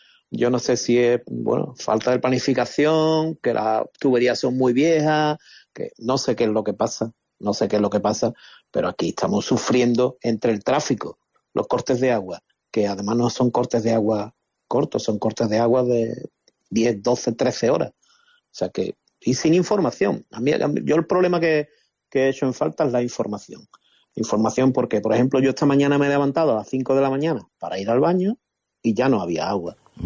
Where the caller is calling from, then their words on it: Algeciras, Andalusia, Spain; Estamos, hablo de Getares y Rinconcillo